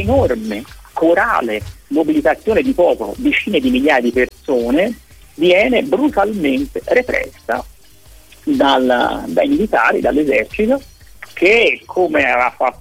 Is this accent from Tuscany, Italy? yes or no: yes; Florence, Tuscany, Italy; now in Cagliari, Italy; io sono fiorentino ma mi sento cagliaritano a tutti gli effetti da più di 25 anni.